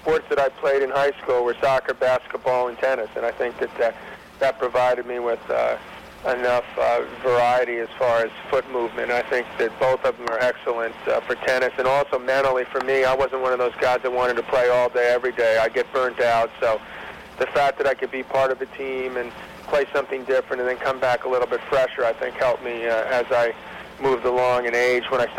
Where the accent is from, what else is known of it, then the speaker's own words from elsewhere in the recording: New York, United States; the way I grew up in New York was completely different to the way things are done in England.